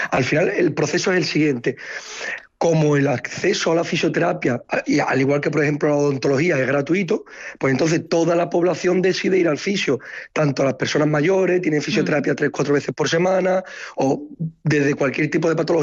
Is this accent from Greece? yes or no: no; Spain; fisioterapeutas belgas como los españoles somos los principales